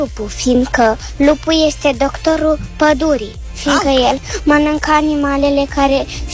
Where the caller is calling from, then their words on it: Iași, Iași County, Romania; din Iași, am 6 ani